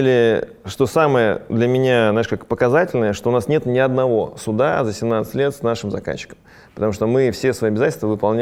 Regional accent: Semey, Abai Region, Kazakhstan; born there; я вообще родился в Казахстане, там, в городе Семипалатинск, там, да, и это был очень маленький городок, где был всесоюзный полигон ядерных испытаний был, то есть не самое благоприятное место, где можно было бы вообще родиться и развиваться.

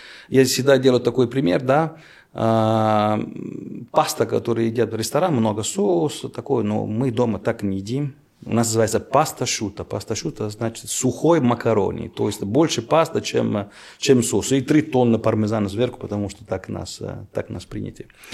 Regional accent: Italy; Russian is a second language; moved away as an adult; now in Russia; Я, как итальянец, когда пришел здесь

